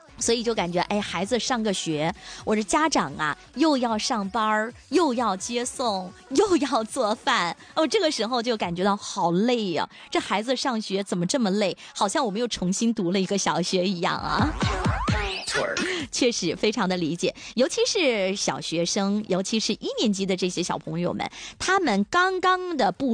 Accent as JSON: {"language": "Chinese", "country": "China", "said": "也不是说我们中国人就是有这种很随大溜的从众心理，"}